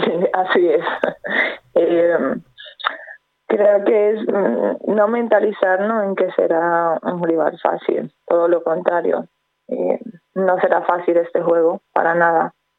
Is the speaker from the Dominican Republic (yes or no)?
yes; Dominican Republic; now in Torrelavega, Spain; soy de República Dominicana